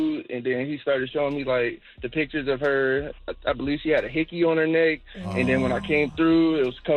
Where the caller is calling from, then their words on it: Marietta, United States; I'm calling from Marietta.